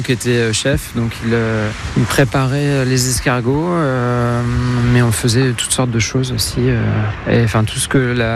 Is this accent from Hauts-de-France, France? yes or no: yes; Compiègne, Hauts-de-France, France; Moi, je viens de Compiègne, j'étais dès que possible en forêt pour courir